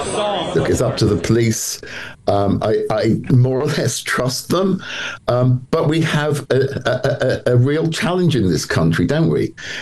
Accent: United Kingdom; I like to be British because I'm British

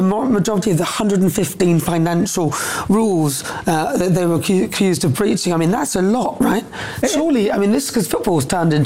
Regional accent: Newcastle, North East England, United Kingdom; I'm from Newcastle, actually.

